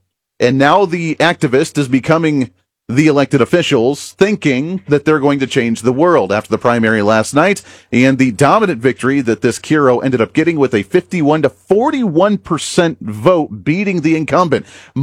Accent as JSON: {"language": "English", "region": "Colorado", "country": "United States", "tie": "born or raised there", "said": "That is one state that is near and dear to my heart, growing up in Colorado, graduating from high school in Colorado, going to the broadcasting school in Colorado."}